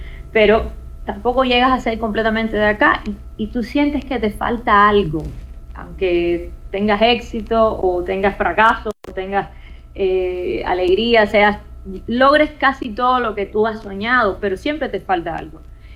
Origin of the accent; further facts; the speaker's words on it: Cuba; moved away; se enteran que soy cubana